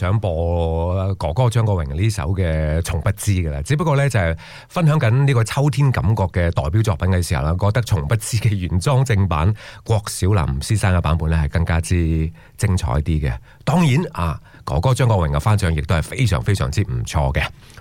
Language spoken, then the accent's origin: Cantonese; Australia; 咁我哋澳洲人咧，亦都要好多谢咧嗰啲国际嘅唱片连锁店咧冇嚟啊澳洲开